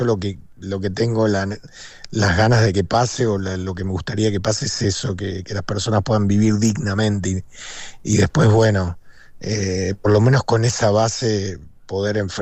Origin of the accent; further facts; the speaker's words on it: Argentina; A mí lo que más me preocupa como argentino